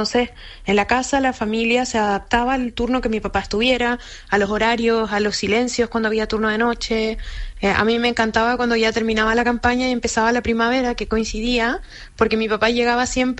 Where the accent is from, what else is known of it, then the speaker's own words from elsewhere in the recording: Chillán, Ñuble, Chile; Yo crecí en Chillán, mi papá ya no vivía en la población de la IANSA